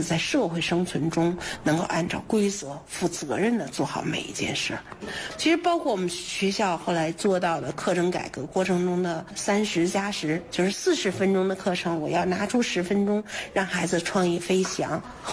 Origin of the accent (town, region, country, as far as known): China